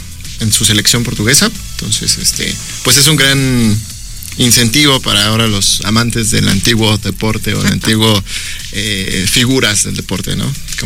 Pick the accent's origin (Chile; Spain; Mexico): Mexico; State of Mexico; yo soy mexiquense.